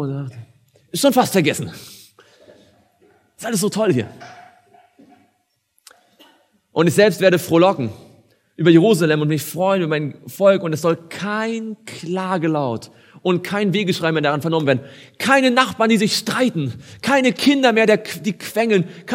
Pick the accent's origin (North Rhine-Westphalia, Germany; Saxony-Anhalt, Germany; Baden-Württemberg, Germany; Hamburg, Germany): Baden-Württemberg, Germany; Stuttgart